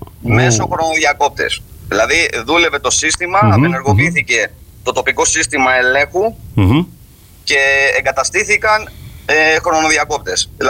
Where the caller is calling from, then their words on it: Kypseli, Ionian Islands, Greece; στο χωριό μου, στην Κυψέλη και στο Τραγάκι